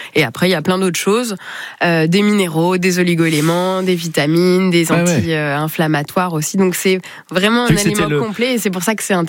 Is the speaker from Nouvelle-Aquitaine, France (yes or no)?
yes; La Rochelle, Nouvelle-Aquitaine, France; J'ai grandi à La Rochelle, et donc du coup j'avais envie de revenir ici